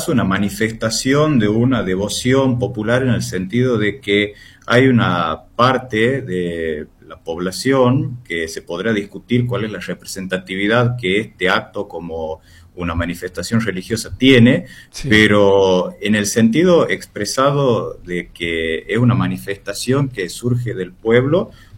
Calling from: Tucumán, Argentina; ejerzo en la provincia de Tucumán, soy funcionario del Poder Judicial de Tucumán.

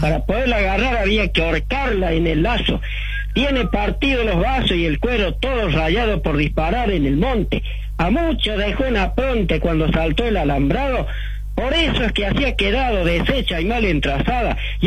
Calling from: Balnearia, Córdoba, Argentina; de Balnearia, Córdoba.

